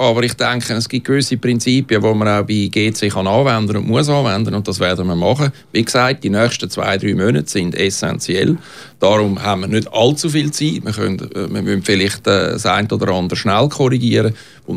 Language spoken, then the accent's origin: German; Zurich, Switzerland; Ich als Zürcher bin besonders betroffen davon.